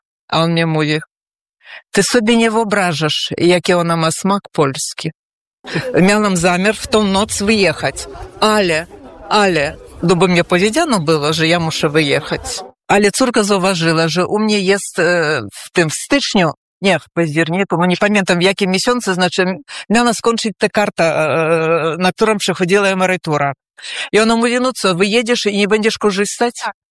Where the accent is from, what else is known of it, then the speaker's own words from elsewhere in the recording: Belarus; now in Poland; Ja jestem, no trochę w stronę odejdę, ja jestem Polką uciekinierką z Białorusi. Już 5 lat mieszkam w Polsce.